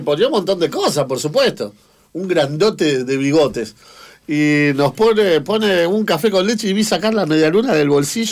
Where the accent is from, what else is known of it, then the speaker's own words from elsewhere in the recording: Rosario, Santa Fe, Argentina; Pero somos rosarinos, no somos santafesinos.